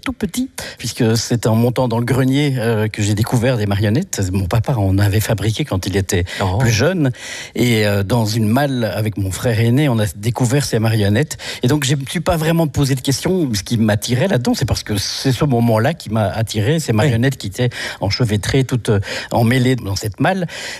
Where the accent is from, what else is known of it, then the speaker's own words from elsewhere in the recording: Brussels, Belgium; now in Genappe, Belgium; Je viens de Bruxelles.